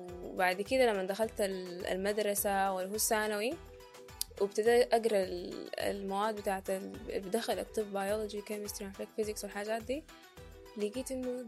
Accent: Sudan; زي مثلا عندنا في السودان لما حصلت الحرب ما كان عندي اوبشن

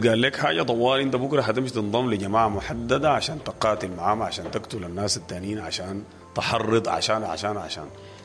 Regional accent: Sudan; اللغة الممكن تجمعنا كسودانيين

